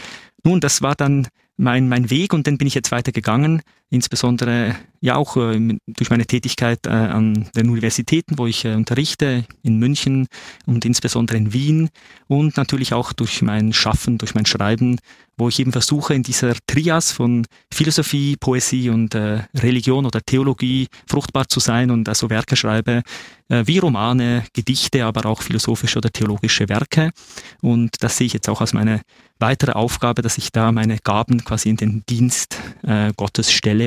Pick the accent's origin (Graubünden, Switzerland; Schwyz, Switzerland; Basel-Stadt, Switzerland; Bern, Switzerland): Bern, Switzerland; Ich bin auch Finne, konkret also halb Schweizer, halb Finne, in Bern aufgewachsen.